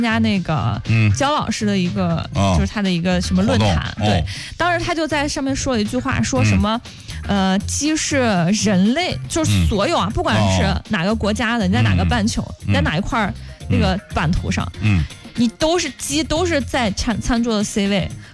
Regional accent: Zhengzhou, Henan, China; 咱们郑州人

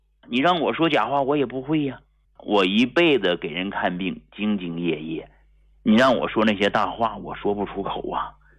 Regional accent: Hegang, Heilongjiang, China; 我是从农村走出来的中医大夫，一个土生土长的农民的儿子啊，从黑龙江鹤岗农村走出来的一个平民医者

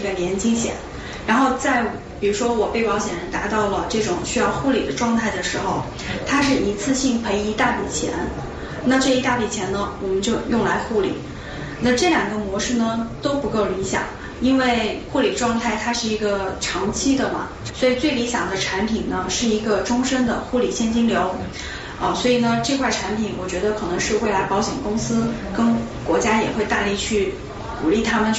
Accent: Beijing, China; 咱们北京人

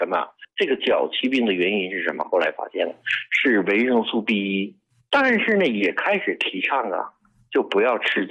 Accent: China; 我们中国人

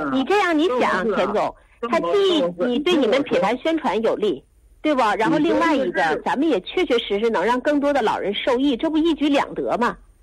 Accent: Jilin, China; born or raised there; moved away

